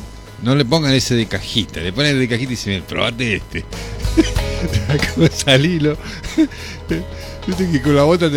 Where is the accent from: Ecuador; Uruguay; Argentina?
Argentina; Nosotros somos argentinos